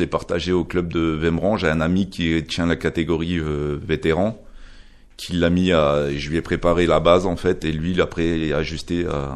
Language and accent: French; Longwy, Grand Est, France; Moi, je viens de Longwy, hein, avec mes enfants, d'Erserange, de Réan, d'un peu partout, quoi.